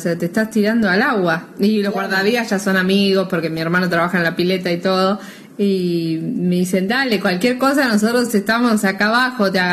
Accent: La Plata, Buenos Aires Province, Argentina; nosotros somos de La Plata

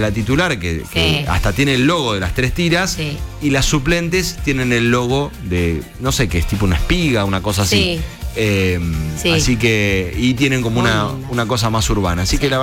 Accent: Argentina

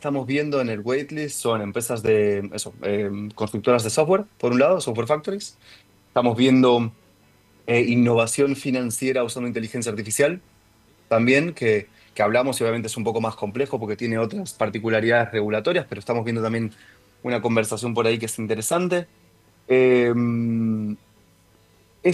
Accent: Mendoza, Argentina; Eso es lo más emocionante que nos puede pasar como mendocinos, tanto a Mili como a mí.

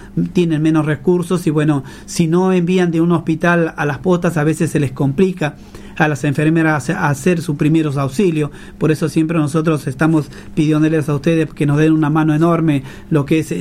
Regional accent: Medellín, Santiago del Estero, Argentina; nosotros somos de Medellín

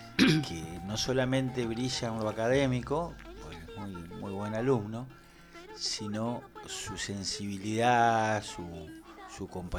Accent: Argentina; somos así los argentinos

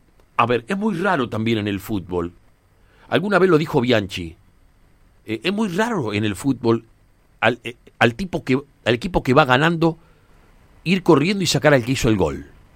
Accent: Argentina; yo como argentino

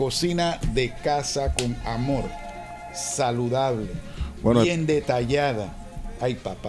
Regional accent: Panama; en nuestro hermoso Panamá.

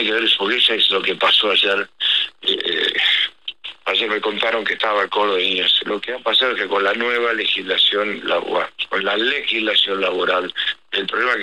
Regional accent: Argentina; este gigante que somos los argentinos

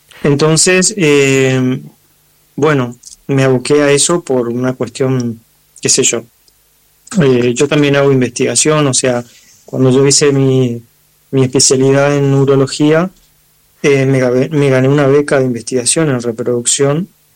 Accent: Chaco, Argentina; also born or lived in Corrientes; now in Buenos Aires, Argentina; si bien yo vivo en Buenos Aires, yo soy chaqueño y me recibí de médico en Corrientes, yo atiendo la zona del litoral, yo voy una vez al mes a Chaco

